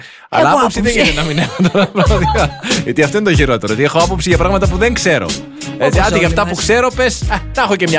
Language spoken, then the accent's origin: Greek; Greece; Εγώ είμαι άνθρωπος, είμαι Έλληνας. Ειδικά είμαι Έλληνας, δηλαδή.